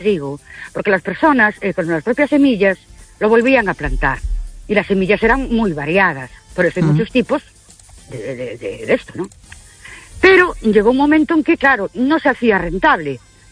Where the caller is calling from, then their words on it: Ourense, Galicia, Spain; de Urense.